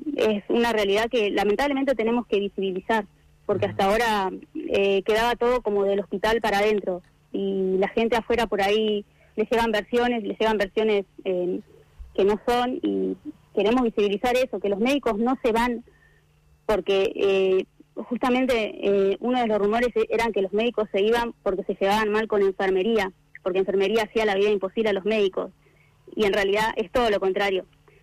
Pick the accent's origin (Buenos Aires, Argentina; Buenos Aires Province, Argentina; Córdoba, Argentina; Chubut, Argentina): Chubut, Argentina; Comodoro Rivadavia; moved away as an adult; Yo soy de Comodoro, y cambiar de la ciudad a un pueblito más chico, más tranquilo